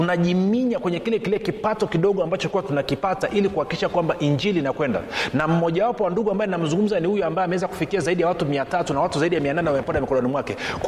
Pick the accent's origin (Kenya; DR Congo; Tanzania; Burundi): Tanzania; katika taifa letu la Tanzania